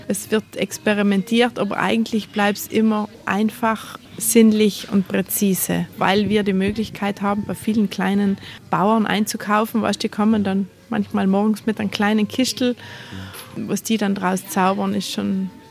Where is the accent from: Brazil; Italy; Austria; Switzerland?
Italy; Trentino-Alto Adige; first language German; Aber Muttersprache ist Deutsch und im Herzen sind wir Tiroler.